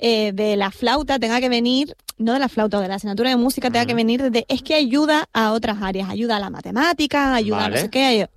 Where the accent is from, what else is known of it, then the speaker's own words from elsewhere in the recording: Canary Islands, Spain; Para eso somos canarios.